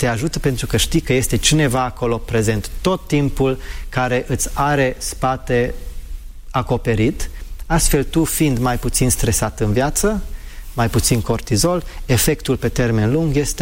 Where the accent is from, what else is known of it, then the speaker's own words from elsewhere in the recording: United Kingdom; first language English; Romanian is a second language; moved away; Eu am crescut în Marea Britanie și fiind crescut acolo, vorbitor nativ, asta e și prima limbă, poate se simte de ce nu vorbesc corect, total corect română. Eu am învățat română mai mult ca un adult.